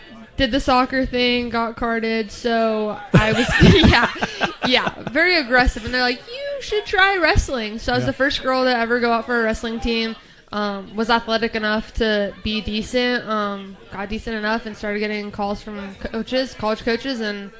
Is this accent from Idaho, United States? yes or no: yes; Idaho, United States; moved away as an adult; now in West Virginia, United States; So I'm originally from Idaho